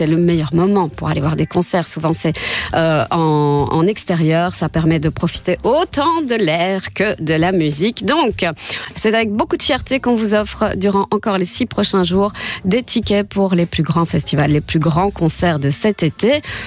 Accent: Belgium; chez nous en Belgique

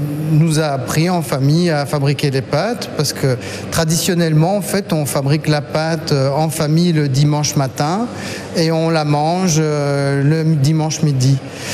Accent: Belgium; born there; Mes parents sont italiens, mais moi je suis belge, je suis né ici.

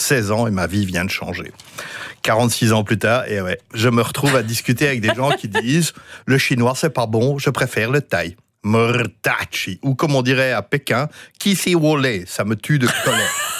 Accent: Belgium; chez nous à Uccle et à Liège

